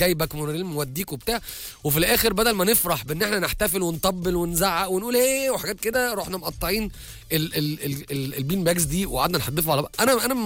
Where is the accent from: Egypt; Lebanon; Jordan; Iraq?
Egypt